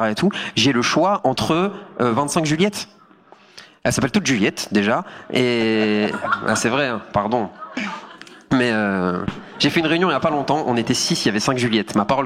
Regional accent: Hauts-de-France, France; Moi, je viens du Nord, de la France.

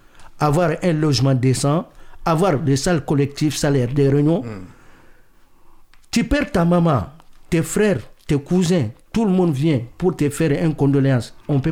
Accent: Mali; lui les Mauritaniens, lui les Sénégalais, moi je suis malien.

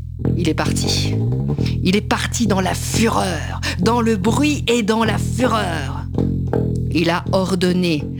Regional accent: Kraków, Lesser Poland, Poland; Bah tu sais, moi je viens de Cracovie.

